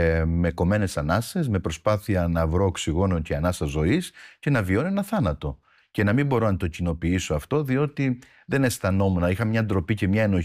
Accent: Heraklion, Crete, Greece; Μεγάλωσα στο Ηράκλειο, γεννήθηκα στο Ηράκλειο και μεγάλωσα στο Ηράκλειο από έναν πατέρα ποντιακής καταγωγής. Είχε έρθει δηλαδή στο Ηράκλειο από τη Μακεδονία. Παντρεύτηκε τη μητέρα μου, η οποία είναι Κρητικιά και με ρίζες από τη Σμύρνη βέβαια.

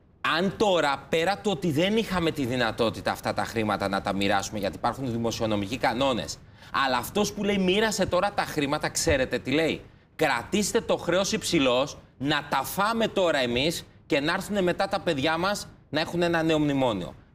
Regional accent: Athens, Attica, Greece; όσοι είμαστε από Αθήνα

